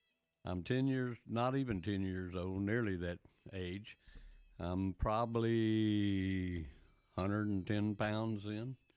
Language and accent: English; Lubbock, Texas, United States; my hometown of Lubbock, Texas